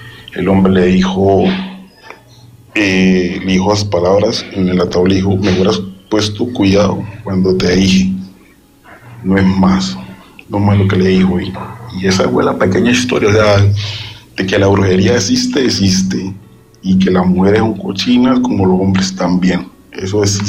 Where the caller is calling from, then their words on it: Candelaria, Valle del Cauca, Colombia; yo vivo en Candelaria, Candelaria del Cauca.